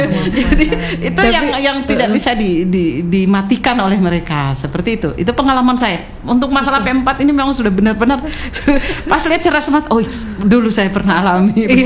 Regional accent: Tobelo, North Maluku, Indonesia; secara administrasi saya bukan berasal dari Morotai, saya berasal dari Tobelo

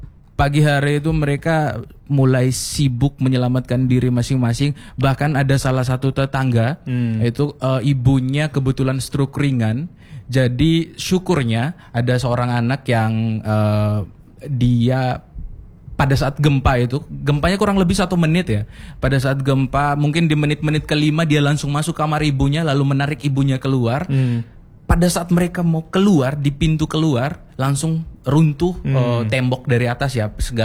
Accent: East Nusa Tenggara, Indonesia; born there; moved away; Kalau untuk kampungku sendiri, Kelurahan Tanah Rata, Kecamatan Kota Komba, kita posisinya lumayan jauh dari bibir pantai. Jaraknya kurang lebih belasan meter, mungkin 11 sampai 12 meter seperti kilometer

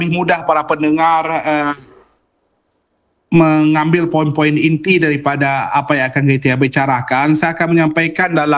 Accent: Aceh, Indonesia; kalau bahasa kita orang Aceh kurang enak badan aja.

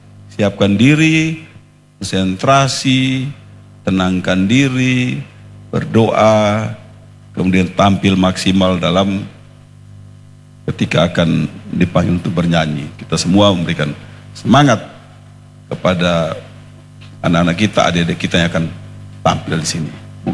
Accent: East Nusa Tenggara, Indonesia; Saya orang NTT pertama yang dapat medali emas SEA Games

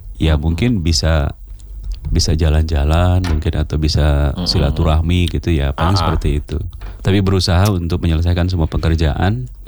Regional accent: Kalimantan, Indonesia; Saya asli Kalimantan.

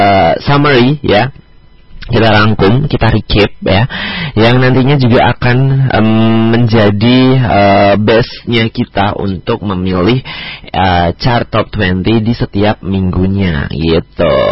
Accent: Java, Indonesia; accent: medok; aku kayaknya rada medok deh. Medoknya keluar.

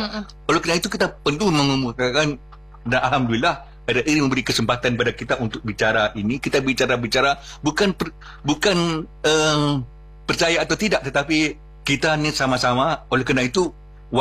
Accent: Riau, Indonesia

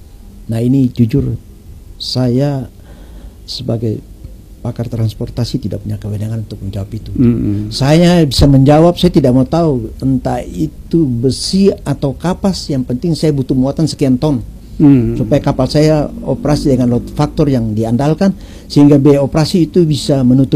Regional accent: Maluku, Indonesia; kita orang Maluku bangga

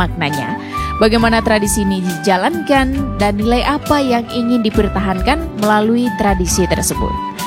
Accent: Manggarai, East Nusa Tenggara, Indonesia; khususnya untuk kita orang Manggarai

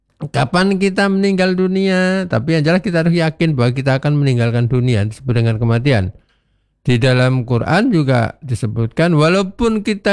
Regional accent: Timor-Leste; also born or lived in Java; Contoh misalkan saya ini kan lahir di Jawa, Mbak Listia ya. Kemudian remaja di timur-timur. Nah, sekarang tua di sini ya.

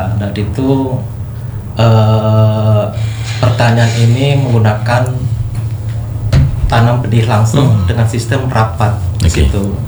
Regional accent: Java, Indonesia; Makanya ketik ini punten, saya dari Jawa ya.

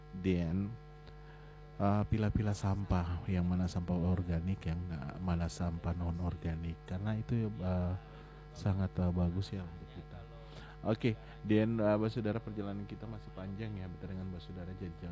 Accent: Ambon, Maluku, Indonesia; Jadi kita sebagai orang Maluku, sebagai warga kota Ambon yang mau lihat ketemu Ambon tuh manis

